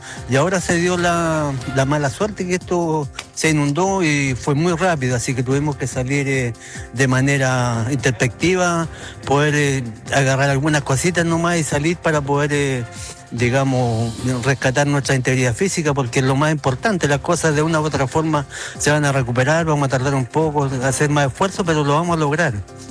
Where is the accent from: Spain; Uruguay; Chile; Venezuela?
Chile; como chilenos nos merecemos una vivienda digna y vivir en tranquilidad.